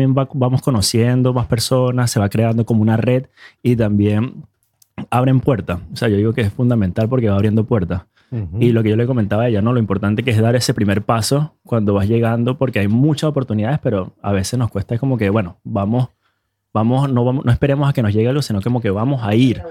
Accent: Venezuela; moved away

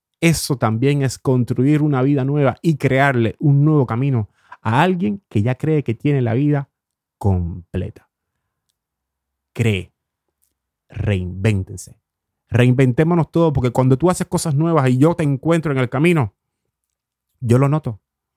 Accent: Cuba; now in Oslo, Norway; Como diríamos en Cuba

